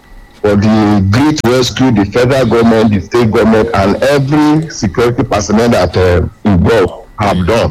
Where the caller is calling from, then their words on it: Olodo, Oyo, Nigeria; I'm calling from Olodo.